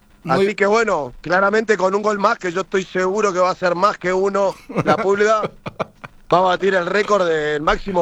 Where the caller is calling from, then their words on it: Uruguay; Yo vivo en Uruguay, país que amo.